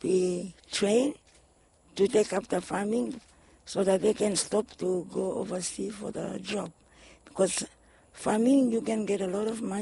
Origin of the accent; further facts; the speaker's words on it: Pama, Vanuatu; I'm from Pama.